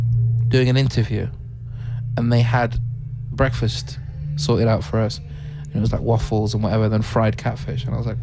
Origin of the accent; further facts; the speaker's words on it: United Kingdom; oh my God, he's British?